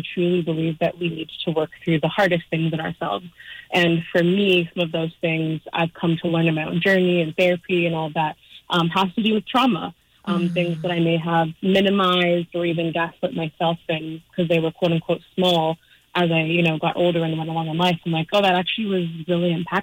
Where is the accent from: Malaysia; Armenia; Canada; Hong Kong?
Canada; Calgary, Alberta; moved away as an adult; now in Los Angeles, United States; I'm originally from Calgary, very proud to be born and raised Calgarian. We're quite rare. Heavily identify as a prairie girl, and I spend most of my time in Los Angeles now, where I also have roots.